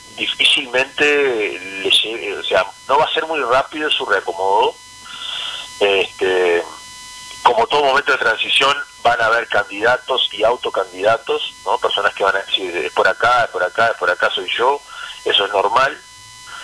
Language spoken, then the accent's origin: Spanish; Rocha, Uruguay; que además somos los dos ganadores, somos de Rocha.